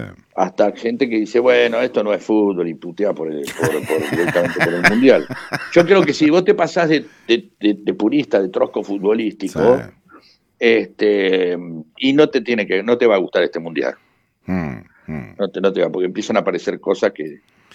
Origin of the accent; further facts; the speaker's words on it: Avellaneda, Buenos Aires Province, Argentina; also born or lived in Lanús; soy de Avellaneda, y de Lanús, y conozco muchos caboverdianos.